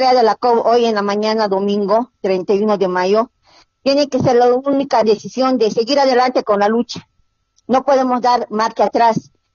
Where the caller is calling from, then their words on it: La Paz, Bolivia; La señora … de La Paz.